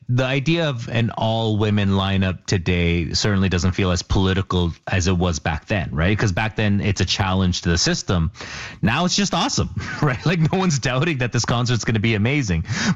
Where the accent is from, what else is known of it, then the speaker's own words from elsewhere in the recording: Canada; now in United States; what a time to be in the U.S. as a Canadian while Trump's waging this war, this nonsensical war on the U.S., on us.